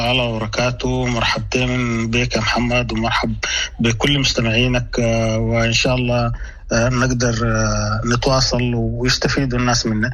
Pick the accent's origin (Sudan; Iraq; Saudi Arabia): Sudan